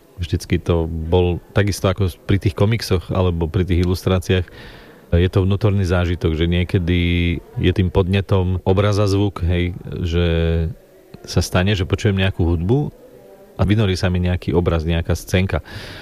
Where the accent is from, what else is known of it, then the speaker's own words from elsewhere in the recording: Černová, Žilina Region, Slovakia; also born or lived in Ružomberok; narodil som sa v Ružomberku, býval som v Černove celé svoje detstvo vlastne na dedine